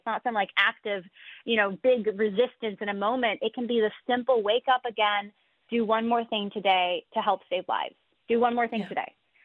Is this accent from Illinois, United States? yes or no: no; San Jose, California, United States; where I grew up in San Jose, California